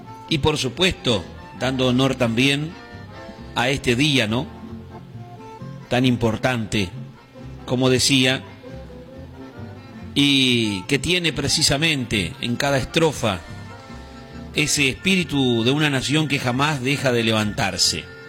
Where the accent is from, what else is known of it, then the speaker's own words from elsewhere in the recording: Argentina; Como buen argentino, nacido y criado en este país